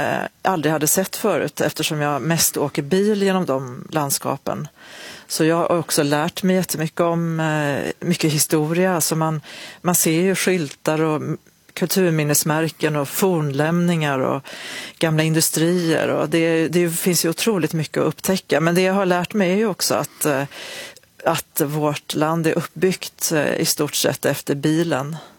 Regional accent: Osebol, Värmland, Sweden; det är ju landskapet där jag växte upp då i norra Värmland. När jag liksom började komma närma mig Osebol, då kände jag igen färgen på gruset på grusvägen.

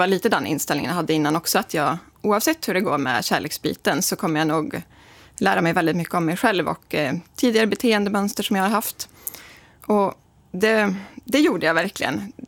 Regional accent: Grums, Värmland, Sweden; jag är ju från Grums

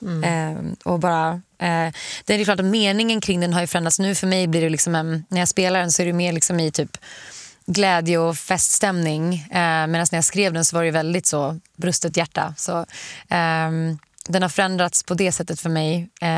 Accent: Sweden; now in Los Angeles, United States; Alltså, när jag är i Sverige tycker jag att det är så himla skönt att kunna bara promenera överallt, kollektivtrafik, gott svart kaffe, saltlakris, träffa mina vänner och familj lite mer spontant.

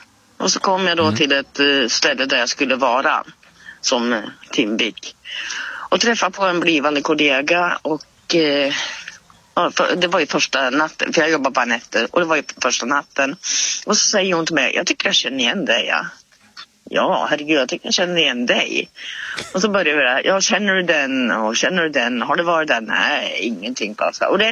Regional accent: Hille, Gävleborg County, Sweden; jag vill bara säga att jag är uppvuxen i Hille, så det är inte så långt därifrån.

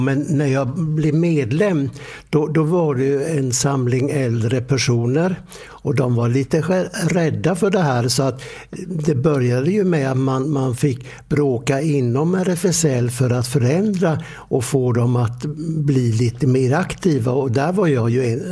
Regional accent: Vischerum, Kalmar County, Sweden; när jag växte upp i Vischerum, då kunde man välja på 2 saker.

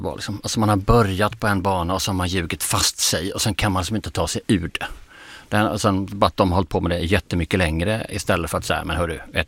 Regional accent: Skåne, Sweden; Jag tänker, du är värmlänning och jag är skåning.

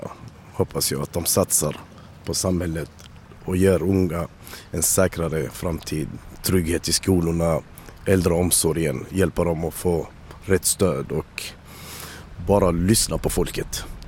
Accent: Kristianstad, Skåne, Sweden; Det där uppe är Albegatan 41 högst upp. Det var där jag växte upp.

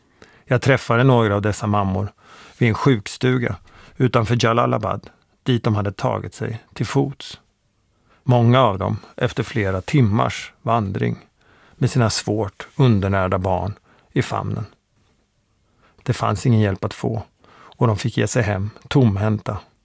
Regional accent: Borensberg, Östergötland, Sweden; när jag ibland träffar honom hemma i Borensberg utanför Motala där jag växte upp.

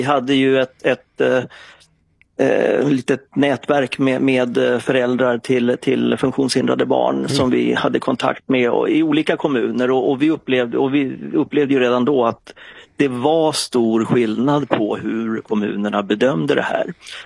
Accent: Täby, Stockholm County, Sweden; also born or lived in Upplands Väsby; Vi hade bott i Täby tidigare, jag är uppväxt i Täby

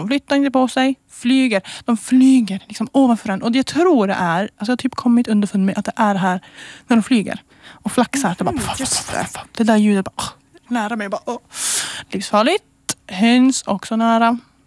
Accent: Kvikkjokk, Norrbotten County, Sweden; det är som när man är hemma i Kvikkjokk

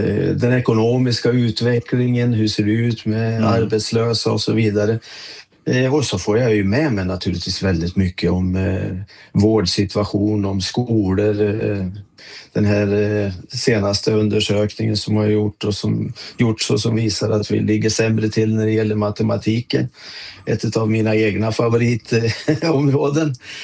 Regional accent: Sweden; moved away as an adult; now in Oslo, Norway; För det första därför att jag är svensk.

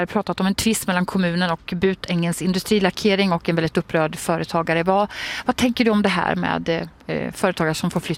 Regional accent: Norrköping, Östergötland, Sweden; hur kommer vi som Norrköpingsbo märka av det här?

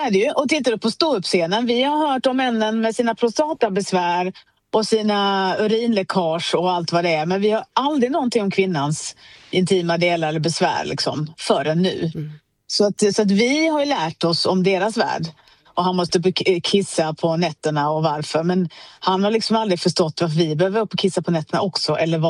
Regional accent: Skåne, Sweden; Ja, men jag är skåning.

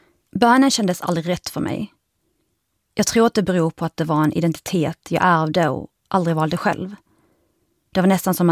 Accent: Skåne, Sweden; accent: Scanian; also born or lived in Iraq; Nu ser ni ju inte mig, men jag är kvinna. Det hör man dock. Jag är skåning. Det hörs också, tror jag. Jag är född i Irak.

